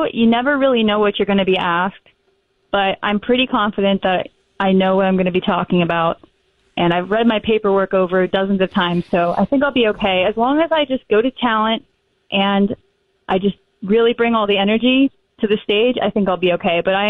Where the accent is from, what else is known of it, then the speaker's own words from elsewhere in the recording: New Jersey, United States; I'm from New Jersey.